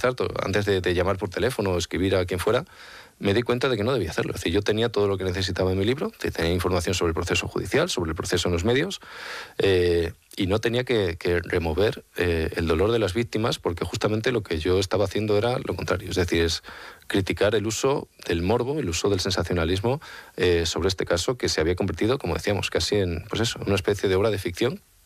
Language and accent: Spanish; Extremadura, Spain